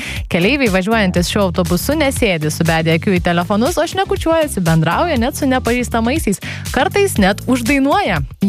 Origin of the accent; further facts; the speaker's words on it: Vilnius, Vilnius County, Lithuania; Pati esu vilnietė ir atsimenu mokykloje, turėjau tokią pramogą įlipti į autobusą, kurio visiškai nežinojau nei tvarkaraščio, nei krypties